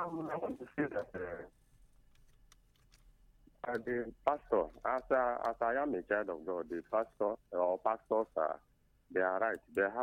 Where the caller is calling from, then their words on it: Ebonyi, Nigeria; I'm calling from Ebonyi State.